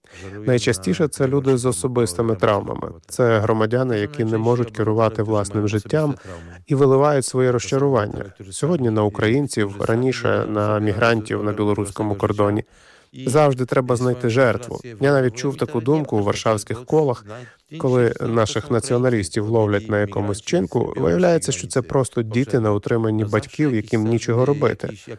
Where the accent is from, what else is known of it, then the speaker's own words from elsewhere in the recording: Poland; Я поляк, і поляки за кордоном теж не святі.